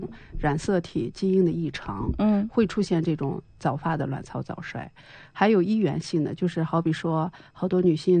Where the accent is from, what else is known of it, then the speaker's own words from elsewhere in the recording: China; 我们中国人